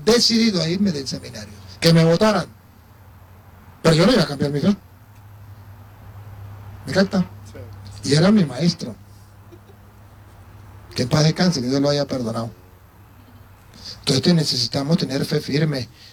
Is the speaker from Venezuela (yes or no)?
yes; Venezuela; pues yo vengo de Venezuela, y ustedes saben la situación que está pasando en Venezuela